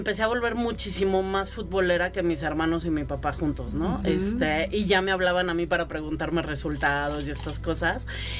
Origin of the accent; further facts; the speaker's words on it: San Luis Potosí, Mexico; also born or lived in Mexico City; Mira, yo nací en Ciudad de México, me vine a San Luis muy chica.